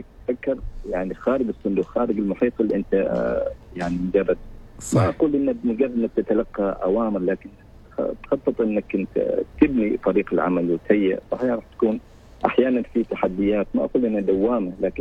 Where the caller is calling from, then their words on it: Nizwa, Ad Dakhiliyah, Oman; حاليا من ولاية نزوة.